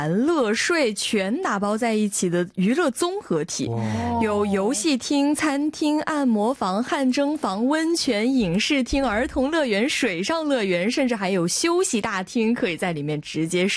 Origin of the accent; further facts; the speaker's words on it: southern China, China; 我说我是南方人。